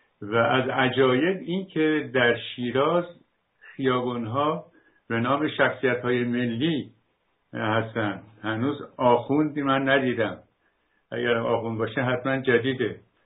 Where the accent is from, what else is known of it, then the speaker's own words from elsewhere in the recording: Iran; به عنوان یک ایرانی